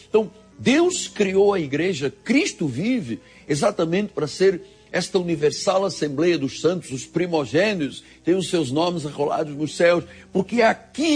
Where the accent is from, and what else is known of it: Angola; born there